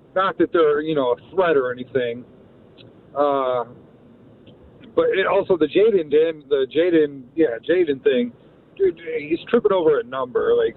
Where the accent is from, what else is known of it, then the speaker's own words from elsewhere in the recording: Missouri, United States; Now, I was born and raised in Missouri. I'm a Chiefs fan.